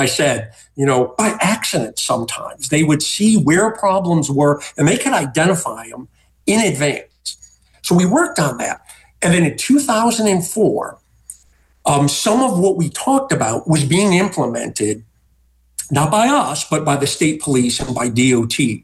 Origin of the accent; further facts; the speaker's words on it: Detroit, Michigan, United States; moved away as an adult; now in Louisiana, United States; I'm from Detroit. We never had evacuations there. But in 1997, just months after I got here